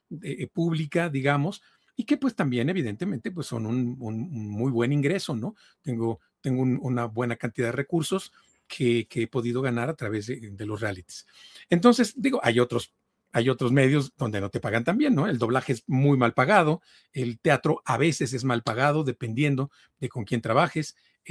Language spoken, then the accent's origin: Spanish; Veracruz, Mexico; la vegetación de Veracruz, que por cierto es mi tierra y es maravillosa.